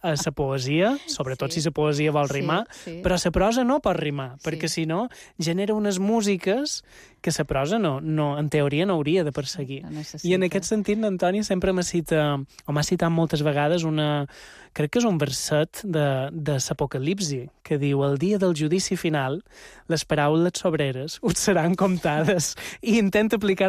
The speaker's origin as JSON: {"language": "Catalan", "town": "Ses Salines", "region": "Balearic Islands", "country": "Spain", "said": "jo som de Set Salines, ella és de Santanyí, el lèxic és pràcticament el mateix, fins i tot paraules que només se diuen en aquell radi de 25 quilòmetres"}